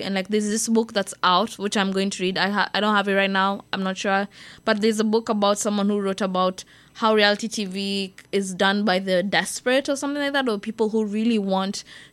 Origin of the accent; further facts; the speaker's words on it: Kenya; moved away; I'm a Kenyan girly from the equator.